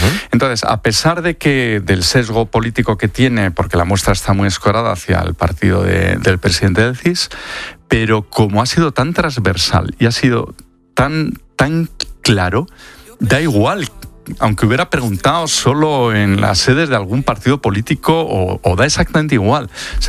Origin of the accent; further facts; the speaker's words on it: Spain; es que como español te llena de orgullo.